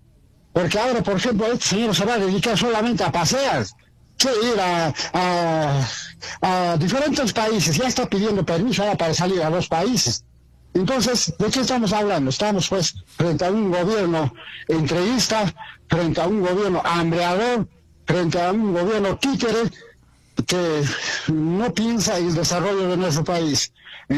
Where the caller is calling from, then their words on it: Azángaro, Puno, Peru; a la ciudad de Azángaro.